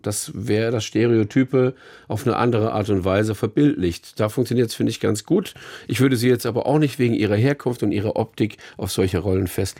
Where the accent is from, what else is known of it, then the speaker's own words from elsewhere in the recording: Mannheim, Baden-Württemberg, Germany; also born or lived in Karlsruhe; ich bin in Karlsruhe geboren. Ich bin in Mannheim zur Schule gegangen.